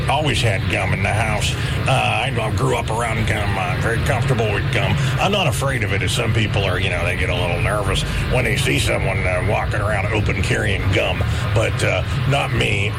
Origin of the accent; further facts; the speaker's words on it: Ross Township, Pennsylvania, United States; I'm from Ross Township.